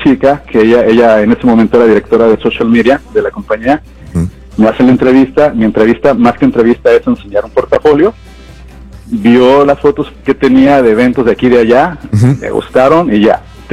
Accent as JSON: {"language": "Spanish", "town": "Reynosa", "region": "Tamaulipas", "country": "Mexico", "said": "O sea, empecé los finales de los 90 en Reynosa, soy de Reynosa."}